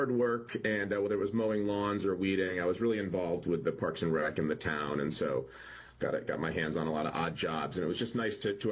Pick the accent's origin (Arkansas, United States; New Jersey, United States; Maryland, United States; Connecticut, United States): Connecticut, United States; Rocky Hill; from Rocky Hill, Connecticut, just south of Hartford.